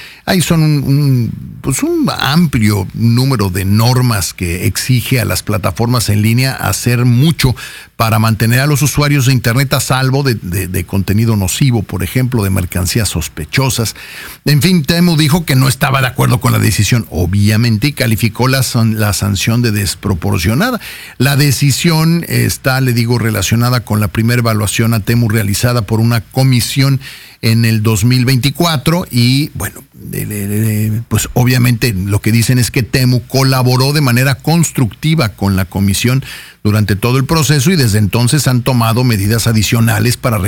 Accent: Mexico; para nosotros Mexicans, pues no, aliens Mexicans

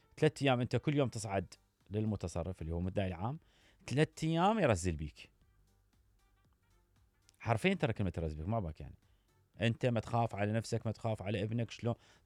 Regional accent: Iraq; أحاول ما أحكي آني عراقي حتى لا يقول العراقيين

